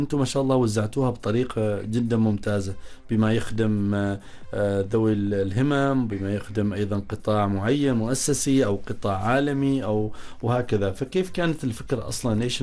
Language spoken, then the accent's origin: Arabic; Oman; عندنا في عمان